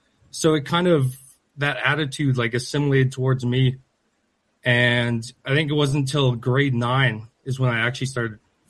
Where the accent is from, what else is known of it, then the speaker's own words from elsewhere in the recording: Grande Prairie, Alberta, Canada; I'm originally from Grand Prairie.